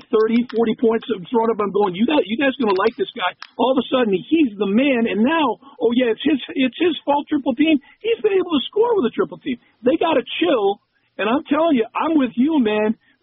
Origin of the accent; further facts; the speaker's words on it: Chicago, Illinois, United States; Jalen Brunson is, and I'll say it because I'm from Chicago, right?